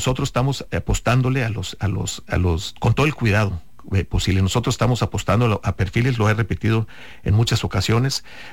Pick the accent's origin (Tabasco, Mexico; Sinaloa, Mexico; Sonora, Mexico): Sinaloa, Mexico; como soy sinaloense, soy agricultor, empresario, padre de familia